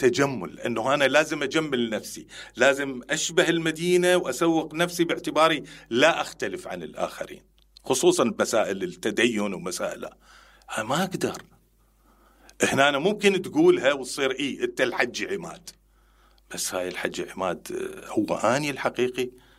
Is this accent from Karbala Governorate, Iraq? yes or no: yes; Karbala, Karbala Governorate, Iraq; اني كربلائي